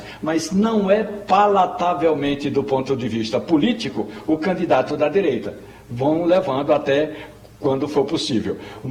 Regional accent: Pernambuco, Brazil; Aí alguém me pergunta, mas você não é pernambucano? Sou pernambucano, mas também tenho uma pequena herança no território argentino, é bom que se diga.

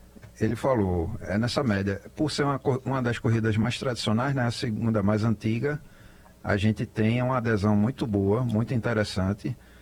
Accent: Northeast Region, Brazil; Então a gente, como é nordestino e daqui do... Tem que puxar para o nosso forró, né?

